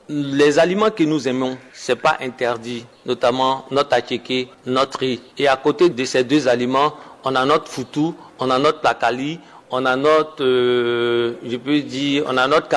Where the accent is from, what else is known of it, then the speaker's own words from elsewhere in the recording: Côte d’Ivoire; Les Ivoiriens, on est beaucoup chaud.